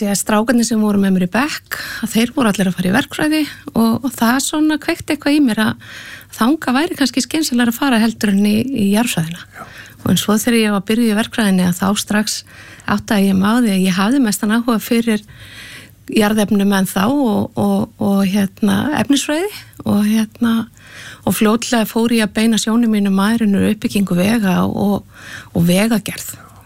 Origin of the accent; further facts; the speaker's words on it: Rif, Western Region, Iceland; Ég nú ekki alinn upp á Malbiki, þannig að ég fætt og upp alinn á Rifi og Snæfsnesu